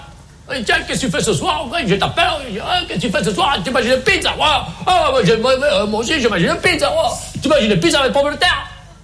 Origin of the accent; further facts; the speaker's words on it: Provence-Alpes-Côte d'Azur, France; originaires de cette belle région du sud de la France, qu'on appelle la Provence. Tous les deux, nous sommes de la Provence.